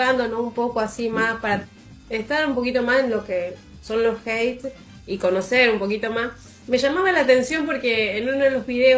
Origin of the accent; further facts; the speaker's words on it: Argentina; no solamente porque seamos argentinos, pero sí también porque somos argentinos, sí.